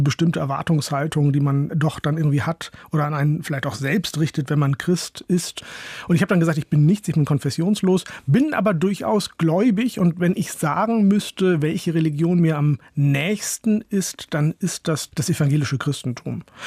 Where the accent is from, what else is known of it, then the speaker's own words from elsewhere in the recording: Northern Germany, Germany; Tatsächlich komme ich aus Holland-Wiel, fliehe aus einem Dorf in Norddeutschland, aber das meinen die nicht.